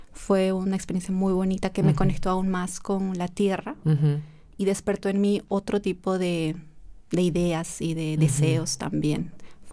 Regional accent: Cusco, Peru; moved away as an adult; now in Vienna, Austria; Yo soy de Perú, nací en Cusco, una ciudad en las montañas de Perú. Me crié allá, estudié también la universidad en Cusco, en Perú. Y luego, cuando terminé la universidad, vine a Viena

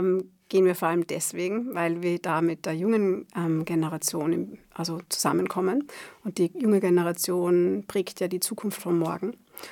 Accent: Austria; dass Menschenhandel in Form der sexuellen Ausbeutung bei uns in Österreich an erster Stelle ist.

